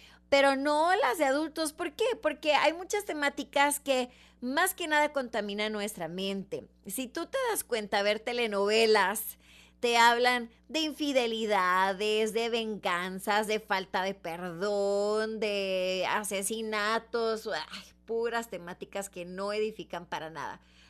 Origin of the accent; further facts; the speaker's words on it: Mexico